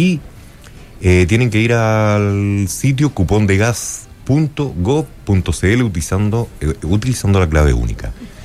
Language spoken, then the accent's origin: Spanish; Chile; Así somos los chilenos.